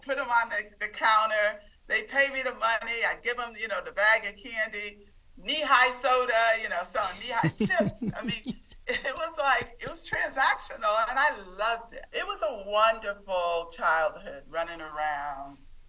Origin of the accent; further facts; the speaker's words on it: Indiantown, Florida, United States; We lived in Booker Park. Okay, Indiantown growing up was segregated. I mean, it became integrated, but when I was growing up, it was still segregated.